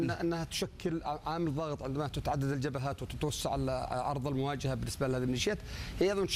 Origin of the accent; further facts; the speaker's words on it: Yemen; هذا نظرتنا كيمنيين